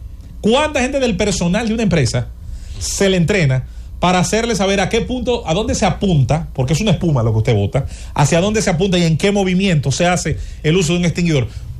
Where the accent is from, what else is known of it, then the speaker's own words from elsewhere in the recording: Santo Domingo, Distrito Nacional, Dominican Republic; born there; En la Francisco Rosario Sánchez con Enriquillo, hay una todavía en Azoya, en la esquina de la cuadra donde yo nací.